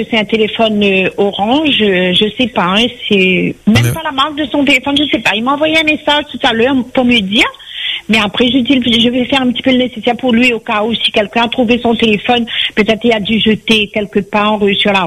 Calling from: Saint-Leu, Réunion; Moi, j'habite à Saint-Leu.

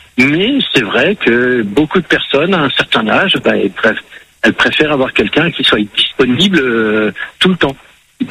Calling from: Belgium; Je suis, à l'heure actuelle, je vis en Belgique. J'ai une petite maison dans le centre de la France.

